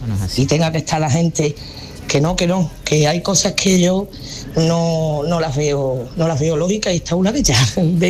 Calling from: Huelva, Andalusia, Spain; de Huelva.

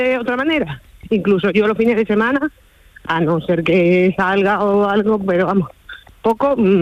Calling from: Azuaga, Extremadura, Spain; por aquí, de mi pueblo

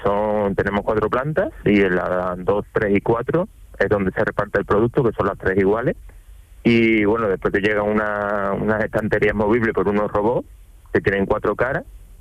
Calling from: Dos Hermanas, Andalusia, Spain; yo estoy en Dos Hermanas, el polígono La Isla.

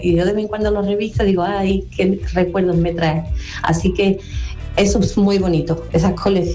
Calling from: Algeciras, Andalusia, Spain; Buenos días, Canal Sur. … de Algeciras.

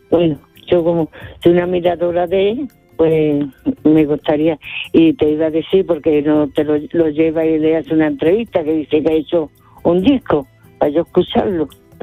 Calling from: Seville, Andalusia, Spain; del Tiro de Línea.

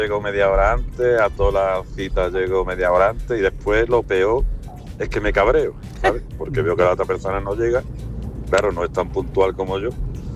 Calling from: San Roque, Andalusia, Spain; de San Roque, Cádiz.

